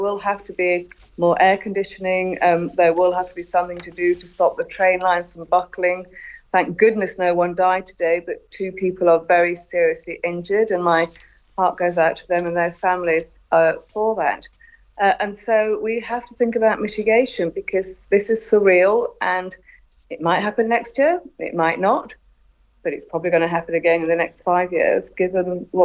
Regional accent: United Kingdom; But I also think that we're just not used to it as British people to cope with this weather.

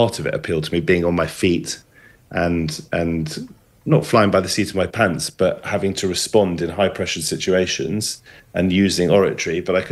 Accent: London, United Kingdom; I'm from West London

